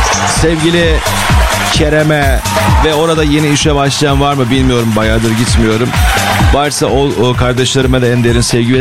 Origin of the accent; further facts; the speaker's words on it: Kırıkkale, Turkey; born there; memleketimin güzel insanlarına hakkını teslim etmek için açan bir kardeşiniz olarak